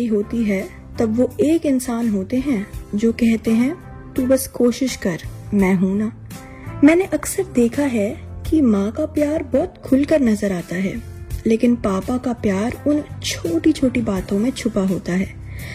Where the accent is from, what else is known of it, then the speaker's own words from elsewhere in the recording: Delhi, India; और मैं दिल्ली से हूँ।